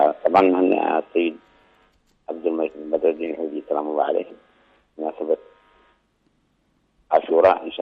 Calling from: Al Hudaydah, Yemen; من التحيتة.

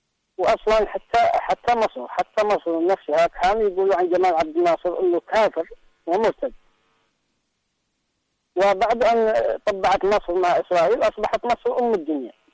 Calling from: Yemen; لنا نحن في اليمن

